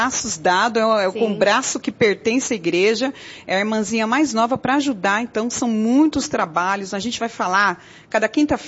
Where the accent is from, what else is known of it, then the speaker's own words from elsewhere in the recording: São Bernardo do Campo, São Paulo, Brazil; sou de São Bernardo do Campo.